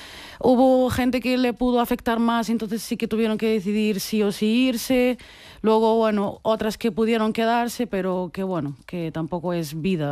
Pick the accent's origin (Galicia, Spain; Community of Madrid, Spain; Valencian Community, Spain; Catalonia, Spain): Galicia, Spain; Santiago de Compostela; born there; Sí, nací en Santiago de Compostela, fue donde emigró mi familia.